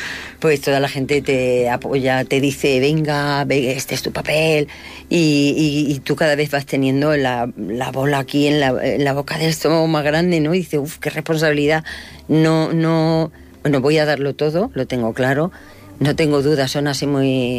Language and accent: Spanish; Villena, Valencian Community, Spain; yo voy a Almansa y soy la de Villena.